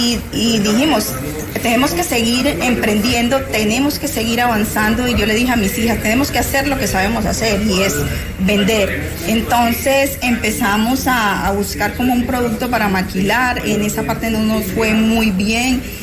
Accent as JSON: {"language": "Spanish", "town": "Tierralta", "region": "Córdoba", "country": "Colombia", "said": "Somos de Tierra Alta, Córdoba."}